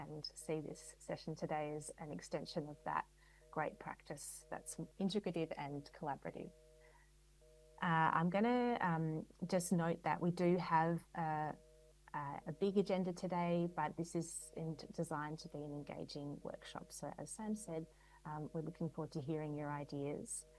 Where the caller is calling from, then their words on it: Victoria, Australia; I'm joining in from Wurundjeri country.